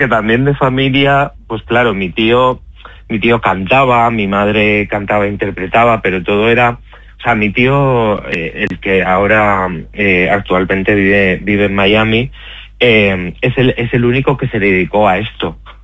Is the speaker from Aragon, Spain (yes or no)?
no; Gandia, Valencian Community, Spain; moved away as an adult; now in Madrid, Spain; soy valenciano, aunque vivo en Madrid hace 27 años